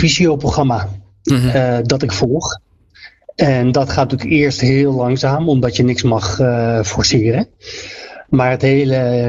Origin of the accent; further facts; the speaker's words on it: Utrecht, Netherlands; Utrecht. Ja, ik woon in Utrecht.